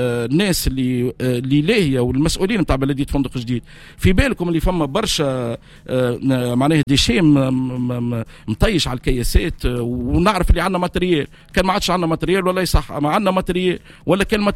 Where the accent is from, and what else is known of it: Tunisia